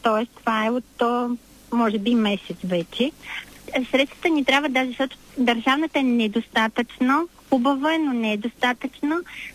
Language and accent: Bulgarian; Plovdiv, Plovdiv Province, Bulgaria; От Пловдив сме.